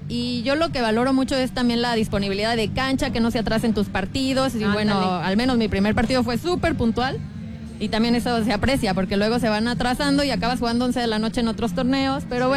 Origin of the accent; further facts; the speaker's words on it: Guadalajara, Jalisco, Mexico; now in Querétaro, Mexico; yo soy de Guadalajara